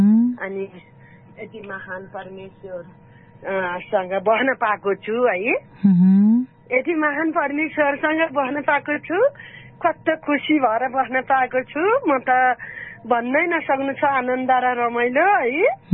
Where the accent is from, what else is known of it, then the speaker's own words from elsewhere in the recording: Gandaki Province, Nepal; पोखरा, लमजुङ, गोर्खा, तनहुँ, हामी उतैका हौँ, मलाई सरै भन्न आउँछ, भन्न मन लाग्छ।